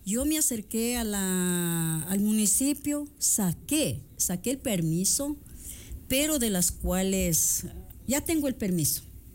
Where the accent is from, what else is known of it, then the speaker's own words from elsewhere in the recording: Quito, Pichincha, Ecuador; now in Baños, Ecuador; yo vine de Quito por mi madre, de las cuales yo me quedé. Entonces, lo que me dedico yo es, yo tenía mi negocito aquí en Baños, después me fui a Río Verde.